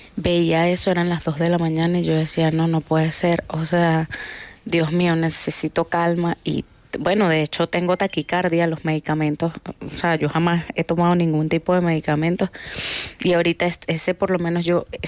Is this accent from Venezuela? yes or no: yes; La Guaira, Venezuela; crecimos en La Guaira, o sea, nacimos ahí y yo... O sea, pasamos la tragedia de Vargas, yo tenía 14 años.